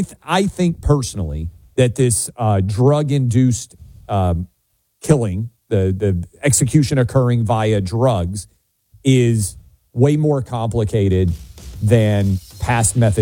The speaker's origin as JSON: {"language": "English", "region": "Tennessee", "country": "United States", "tie": "born or raised there", "said": "We talked some yesterday about the failure of my home state of Tennessee to execute a woman on death row correctly."}